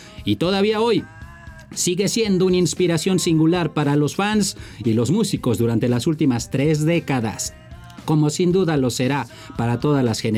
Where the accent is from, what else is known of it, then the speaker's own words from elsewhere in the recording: Mexico; Ya vivimos 130.9 millones de personas aquí en nuestro país.